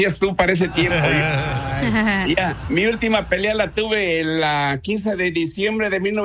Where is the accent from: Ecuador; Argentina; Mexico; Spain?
Mexico; Mexico City; also born or lived in Valparaíso, Zacatecas; now in Victorville, United States; Yo nací en Valparaíso, Zacatecas, pero me crié en la Ciudad de México.